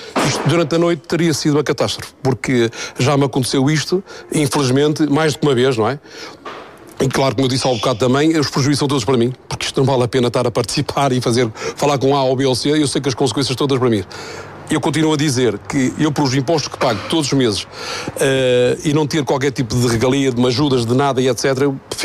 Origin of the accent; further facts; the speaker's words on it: Santa Maria da Feira, Aveiro, Portugal; born there; sou de Santa Maria da Feira, nasci no lugar do Cabaco